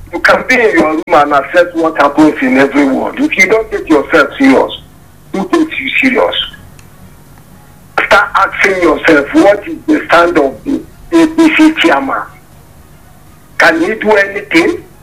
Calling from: Nigeria; I'm calling you from Angorogo.

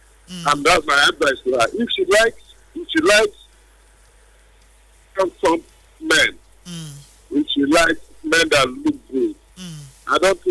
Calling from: Port Harcourt, Rivers, Nigeria; I'm calling from Port Harcourt.

